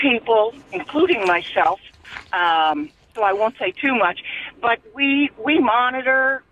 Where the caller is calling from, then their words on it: Marlborough, Massachusetts, United States; I'm from Marlboro.